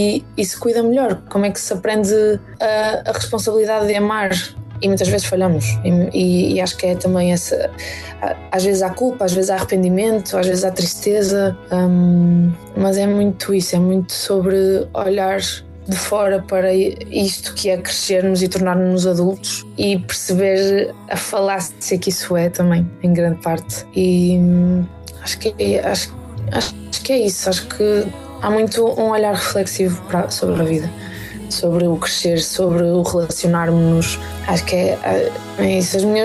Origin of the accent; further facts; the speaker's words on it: Portugal; sendo portuguesa